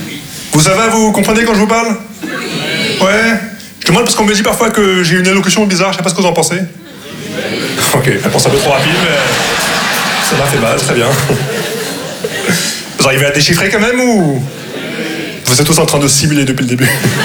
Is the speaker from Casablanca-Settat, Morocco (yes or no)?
yes; Casablanca, Casablanca-Settat, Morocco; first language Arabic; French is a second language; Je viens de Casablanca et je parle comme si je venais du 16e. Le siècle, même pas l'arrondissement